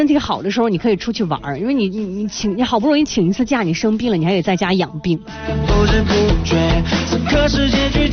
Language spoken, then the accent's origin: Chinese; Shanxi, China; 按照我们山西人的这个生活习惯来说，一会儿我得睡一个午觉。